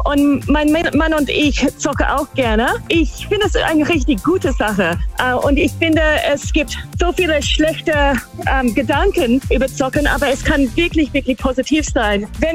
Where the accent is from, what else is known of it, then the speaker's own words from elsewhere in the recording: Australia; German is a second language; now in Germany; Nee, eigentlich nicht. Ich komme aus Australien.